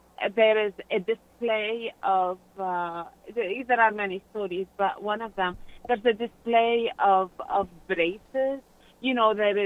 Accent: Lebanon; I grew up in Lebanon, and there's not one favor that we asked him that he did not help us with.

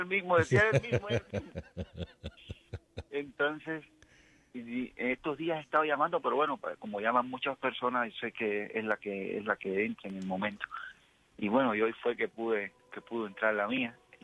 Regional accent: Cuba; now in Houston, United States; Mire, yo soy cubano. No, yo vivo aquí en Houston. Y yo escucho su programa desde que yo tenía como unos 14 años en Cuba.

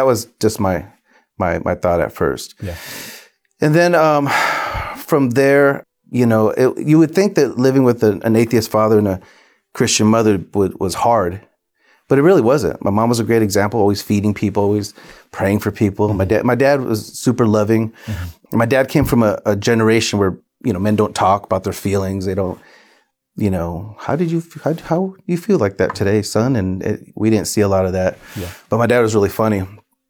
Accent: Tecumseh, Michigan, United States; born there; I was born in Michigan in a really small town called Tecumseh, Michigan, not far from here.

